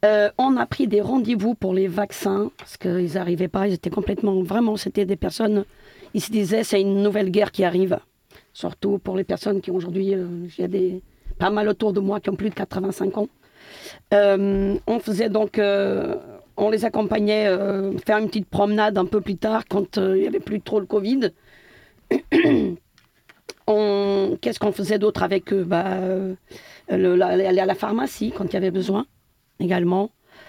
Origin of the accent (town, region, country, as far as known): Santa Comba, Viseu, Portugal; French is a second language; now in France